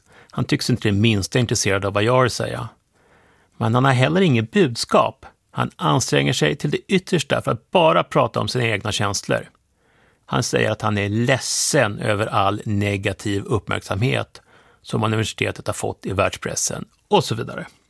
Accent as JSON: {"language": "Swedish", "country": "Sweden", "moved": "as an adult", "lives_now": "United States", "said": "Som svensk är man väl ganska ovan att prata med advokater"}